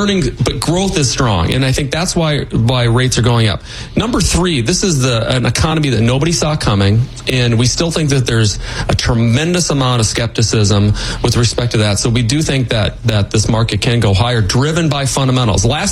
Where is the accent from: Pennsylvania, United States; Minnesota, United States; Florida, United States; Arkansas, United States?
Minnesota, United States; remind everybody that I was born and raised in Minnesota. We have PTSD with respect to every single sport. This is classic Minnesota sports.